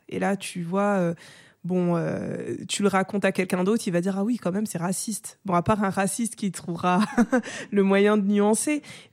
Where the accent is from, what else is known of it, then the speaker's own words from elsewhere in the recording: Paris, Île-de-France, France; je suis française. Tu vois, où je viens de Paris.